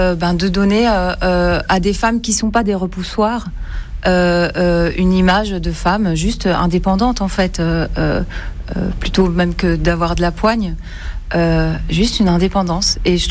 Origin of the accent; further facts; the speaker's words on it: Belgium; En tant que Belge